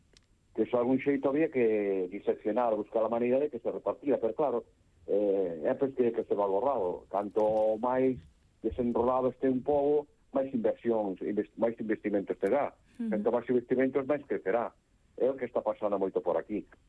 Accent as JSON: {"language": "Galician", "region": "Galicia", "country": "Spain", "said": "Fíjate, eu son galego"}